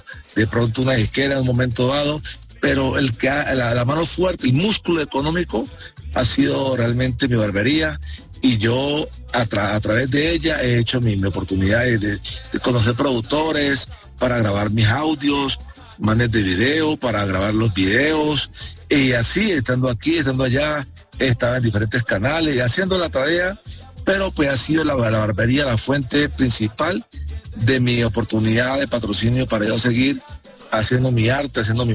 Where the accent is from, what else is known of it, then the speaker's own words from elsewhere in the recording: Buenaventura, Valle del Cauca, Colombia; also born or lived in Cali; now in Bogotá, Colombia; arranco en Cali, pues aprendo el arte, me voy para mi tierra, Buenaventura, y vuelvo a acá, a la ciudad de Bogotá